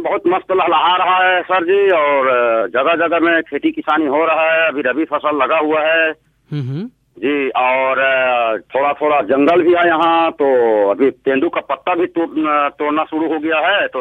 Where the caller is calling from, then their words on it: Janjgir-Champa district, Chhattisgarh, India; ग्राम पहुँच से जांजगीर चांपा जिला से बोल रहा हूँ भैया।